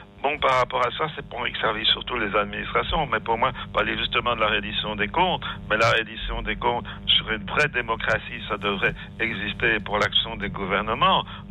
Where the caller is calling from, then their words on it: Belgium; Enfin bon, moi je viens de la Belgique, donc je vais donner un exemple.